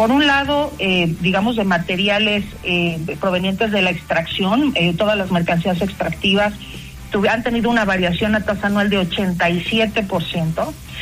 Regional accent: Mexico

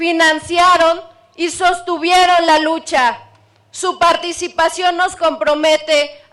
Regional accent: Mexico

